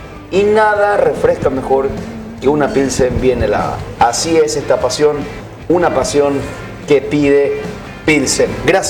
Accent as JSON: {"language": "Spanish", "country": "Paraguay", "said": "somos paraguaya"}